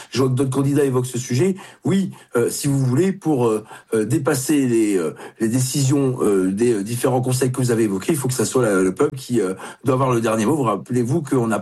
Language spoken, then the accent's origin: French; Hauts-de-France, France; Puis je suis du Nord, donc les accords du Touquet qui nous mettent à genoux face à l'immigration irrégulière, je les connais bien effectivement.